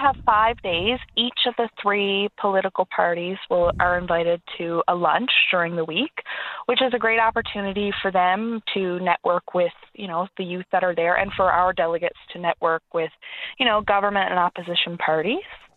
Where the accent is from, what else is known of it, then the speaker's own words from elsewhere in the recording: Labrador West, Newfoundland and Labrador, Canada; I was born and raised in Labrador West, so it's something very personal, I'll say.